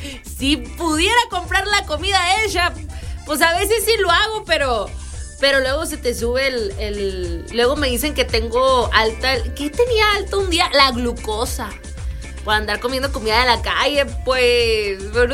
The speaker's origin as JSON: {"language": "Spanish", "region": "Sonora", "country": "Mexico", "said": "soy de Sonora..."}